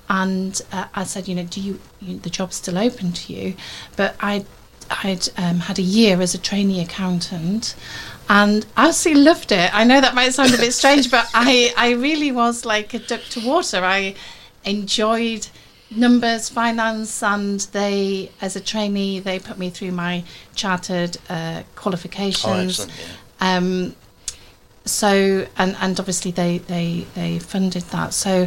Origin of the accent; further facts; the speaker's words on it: York, Yorkshire and the Humber, United Kingdom; moved away as an adult; also born or lived in Lancaster; But my hometown is York. I was born in York, went to school in York, went to the Bar Grammar School, so from a Catholic family, taught by nuns.